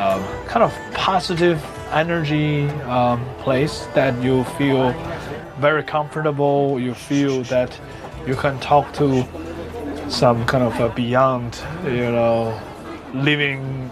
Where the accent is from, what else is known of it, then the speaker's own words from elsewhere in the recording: Shenyang, Liaoning, China; English is a second language; moved away; that time I prefer Shenyang, my hometown, because it's where I felt so comfortable, and all my relatives, all my classmates, you know, basically all my social network are in my hometown, not here.